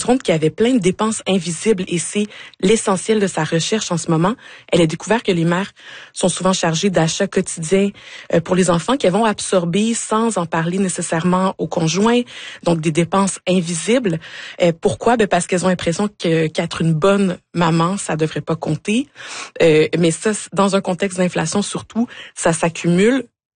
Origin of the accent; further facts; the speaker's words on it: Gatineau, Quebec, Canada; moved away; je suis originaire de Gatineau, puis j'ai de la famille là-bas.